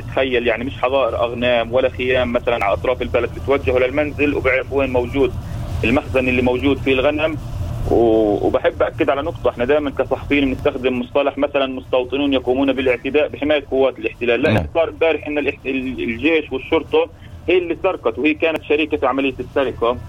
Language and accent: Arabic; Sinjil, West Bank, Palestine; أهالي بلدتنا سنجل